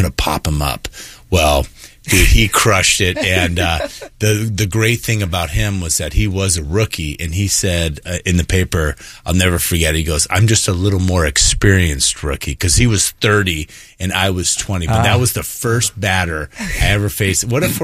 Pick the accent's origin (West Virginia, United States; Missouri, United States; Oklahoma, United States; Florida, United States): Oklahoma, United States; born there; So I was born in Oklahoma, actually, so because he was teaching, and he'd have to move up and all around.